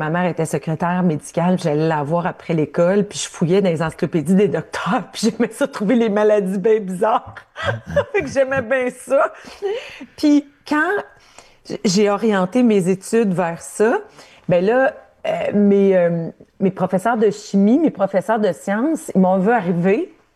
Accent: Ontario, Canada

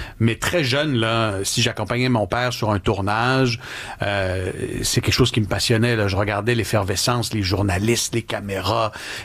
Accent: Montreal, Quebec, Canada; Non, mais moi, je viens de Rosemont.

